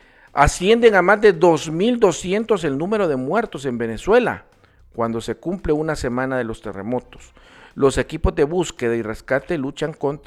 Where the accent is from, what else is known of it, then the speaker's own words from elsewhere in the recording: Honduras; los hondureños somos especiales.